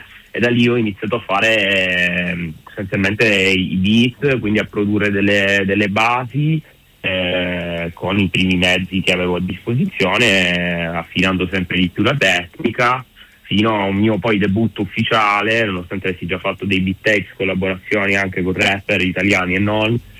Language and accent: Italian; Reggio Calabria, Calabria, Italy; born there; moved away as an adult; now in Milan, Italy; sono calabrese, sono nato a Reggio Calabria, però vivo a Milano da ormai quasi più di 10 anni.